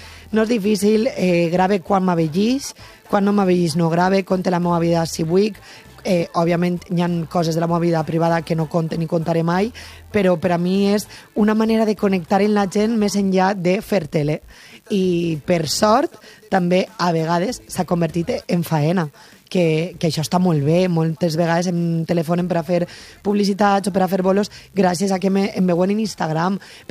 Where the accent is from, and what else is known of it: Valencian Community, Spain